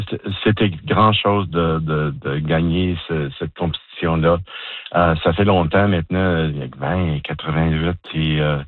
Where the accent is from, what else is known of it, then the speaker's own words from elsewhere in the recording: Montreal, Quebec, Canada; ce que je fais, c'est quelque chose de très spécial que j'ai fait depuis mon enfance à Montréal et puis ça continue.